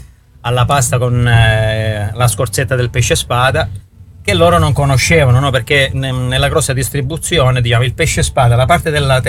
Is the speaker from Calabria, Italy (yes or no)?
yes; Scilla, Calabria, Italy; io anche sono di Scilla